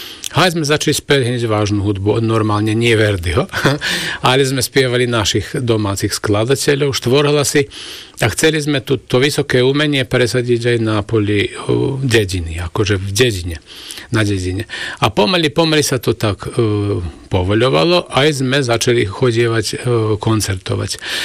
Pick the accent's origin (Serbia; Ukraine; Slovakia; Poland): Serbia; Vojvodina; tam u nás na Dolnej zemi